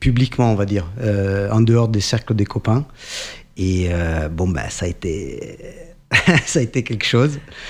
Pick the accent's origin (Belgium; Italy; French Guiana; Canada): Italy; now in Hérault, France; Je suis italien, j'habite dans l'Hérault depuis 2009